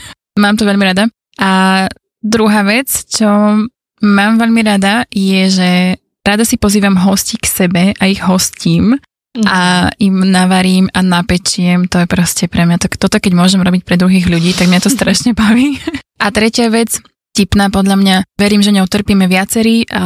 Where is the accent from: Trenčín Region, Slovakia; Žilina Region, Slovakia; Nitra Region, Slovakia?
Nitra Region, Slovakia; Levice; now in Bratislava, Slovakia; som prekladateľka a tlmočnička a pochádzam pôvodne z Levíc, ale posledných 7 rokov som v Bratislave, aj kvôli vysokej škole a potom som tu zostala.